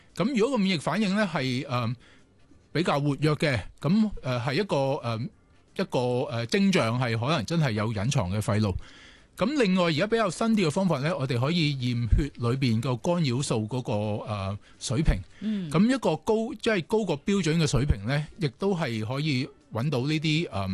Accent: Hong Kong; 而我哋香港嘅居民七百万啦

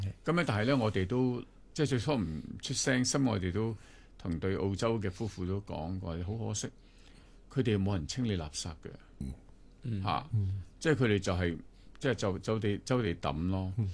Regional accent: Yuen Long, New Territories, Hong Kong; 我哋細個嗰陣時喺元朗啲農村長大

